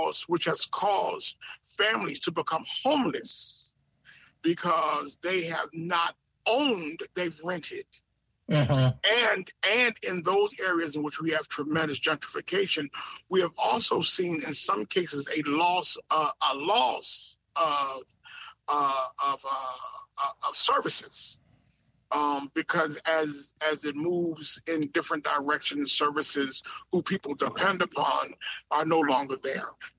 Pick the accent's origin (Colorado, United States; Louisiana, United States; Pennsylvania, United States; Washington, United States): Pennsylvania, United States; Philadelphia; And growing up in Philadelphia all my life and growing up in South Philadelphia all my life